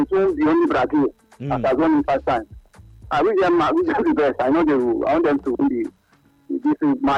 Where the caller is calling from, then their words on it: Nicosia, Cyprus; I'm calling from Nicosia.